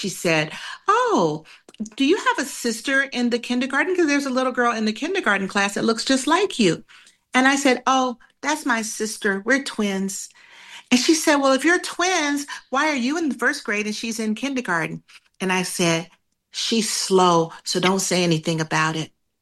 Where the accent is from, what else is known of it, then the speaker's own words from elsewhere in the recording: Atlanta, Georgia, United States; When I was growing up in Atlanta, I grew up in an all-black middle-class environment.